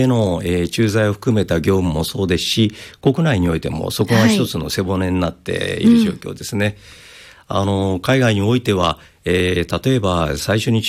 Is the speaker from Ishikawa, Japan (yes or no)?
yes; Kanazawa, Ishikawa, Japan; あ、はい、実は私は石川県金沢出身で。